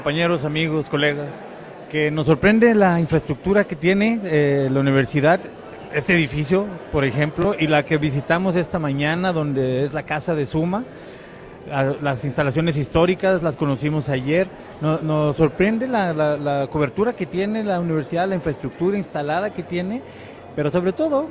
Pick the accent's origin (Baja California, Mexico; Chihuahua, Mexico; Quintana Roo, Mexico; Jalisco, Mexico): Jalisco, Mexico; Guadalajara